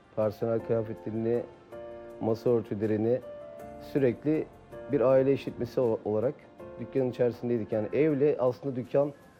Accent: Istanbul, Turkey; also born or lived in Bursa; İstanbul Üsküdar'da doğdum. Annem babam Samsun Bafralı. Öğrenimimi Kadıköy'de devam ettim ve üniversitede Uludağ Üniversitesi Bursa'da okudum iktisat olarak.

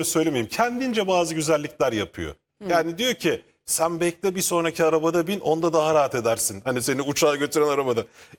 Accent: Ankara, Turkey; born or raised there

